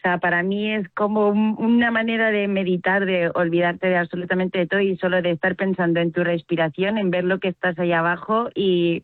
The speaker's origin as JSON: {"language": "Spanish", "town": "Madrid", "region": "Community of Madrid", "country": "Spain"}